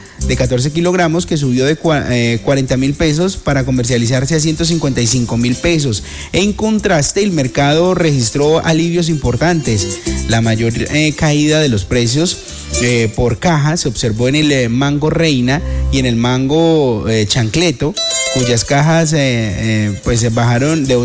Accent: Meta, Colombia; No soy del Huila, soy del Llano, soy del Meta

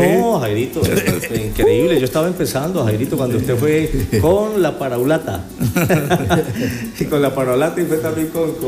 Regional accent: Arauca, Colombia; now in Bogotá, Colombia; Uy, yo me vine de Arauca en 1996. Me vine a vivir a Bogotá, me vine a estudiar, a lograr una oportunidad de estudio.

